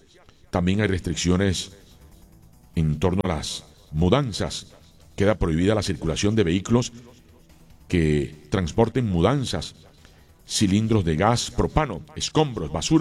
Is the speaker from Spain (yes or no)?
no; Colombia